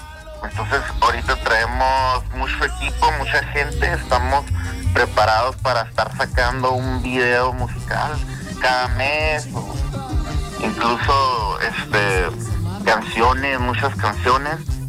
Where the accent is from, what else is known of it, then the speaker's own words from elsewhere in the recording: Ciudad Juárez, Chihuahua, Mexico; Y yo soy de Juárez. Yo soy un niño que creció en Juárez.